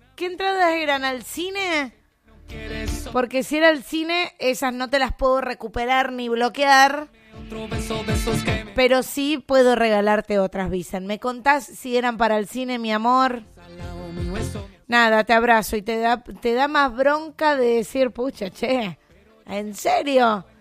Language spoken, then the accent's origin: Spanish; Argentina; somos argentinos, nos toca una vez más enfrentar algo así.